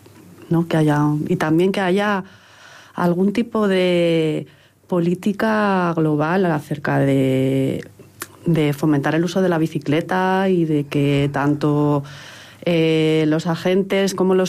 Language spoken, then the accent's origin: Spanish; Zamora, Castile and León, Spain; also born or lived in Burgos; Yo viví en Burgos hasta 2009, soy de Zamora, pero bueno, estuve trabajando allí y allí fue donde empecé a utilizar la bicicleta